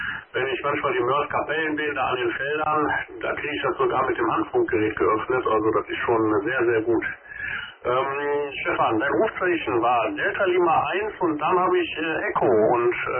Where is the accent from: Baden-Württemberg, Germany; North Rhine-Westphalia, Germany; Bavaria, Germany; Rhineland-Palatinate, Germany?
North Rhine-Westphalia, Germany; Moers; ich komme aus Mörs. Ja, das ist ja so aus und ca. 20 Kilometer von der niederländischen Grenze bei Duisburg entfernt.